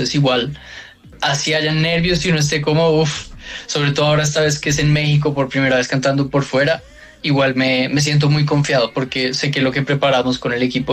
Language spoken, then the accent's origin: Spanish; Bogotá, Colombia; pues obviamente, pues me crié aquí en Bogotá y con esa música